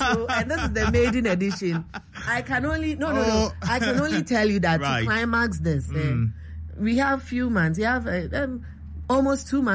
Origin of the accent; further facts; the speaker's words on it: Takoradi, Western Region, Ghana; though I am a Western region girl, I grew up in Takoradi, I know the region very well